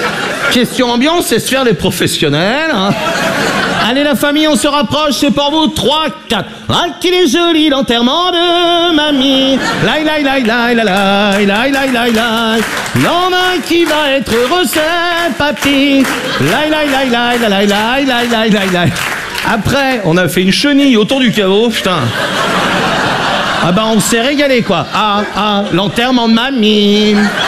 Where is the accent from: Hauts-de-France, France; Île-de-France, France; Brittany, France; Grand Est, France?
Brittany, France; je suis breton, j'ai 20 ans.